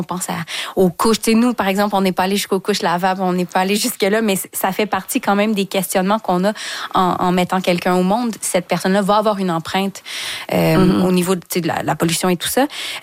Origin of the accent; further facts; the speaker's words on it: Saint-Hyacinthe, Quebec, Canada; je venais du 450, je viens de Saint-Hyacinthe, donc j'avais ma voiture depuis que je suis ado